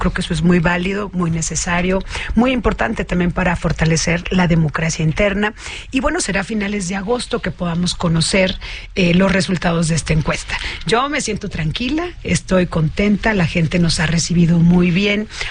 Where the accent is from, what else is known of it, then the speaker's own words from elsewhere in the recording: Hermosillo, Sonora, Mexico; De Hermosillo, Sonora. Y bueno, yo soy de una colonia popular allá en Hermosillo.